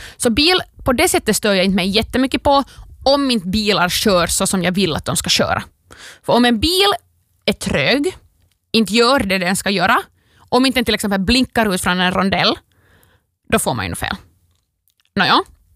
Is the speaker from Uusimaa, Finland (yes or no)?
no; Vaasa, Ostrobothnia, Finland; Men jag gör det och jag är en äkta Vasabo på grund av det.